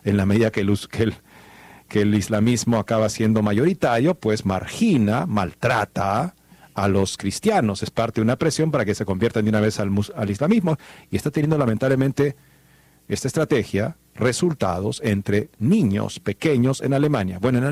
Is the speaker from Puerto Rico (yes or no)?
no; Venezuela; born there; pero sí nací en Venezuela, así que también tengo un particular cariño por el país